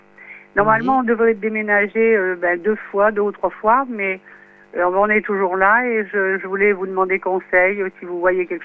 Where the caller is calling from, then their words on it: Bordeaux, Nouvelle-Aquitaine, France; Oui, bonjour Caroline. Voilà, donc … de Bordeaux.